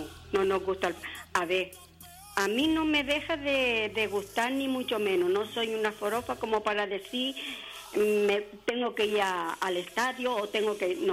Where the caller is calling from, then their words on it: Canary Islands, Spain; yo soy española. Y primero, y también soy canaria.